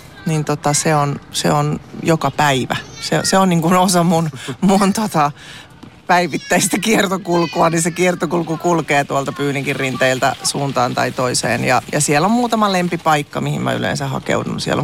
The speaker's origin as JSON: {"language": "Finnish", "town": "Tampere", "region": "Pirkanmaa", "country": "Finland", "tie": "born or raised there", "also_born_or_lived": "Toijala (Akaa)", "moved": "as an adult", "said": "mä oon syntynyt Peltolammilla ja asunut siellä elämäni, siis oikeesti, en mä Tampereella asunut missään muualla kuin Peltolammilla, mä oon siellä muuttanut pari kertaa ja mun lapsuus on siellä ja mun teini-ikä"}